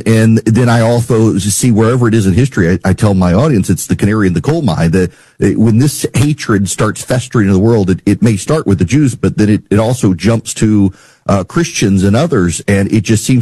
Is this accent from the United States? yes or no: no; Dubai, United Arab Emirates; You know, I grew up in Dubai, And I remember as a kid, all of our textbooks, anything that referenced Israel was either redacted or ripped out.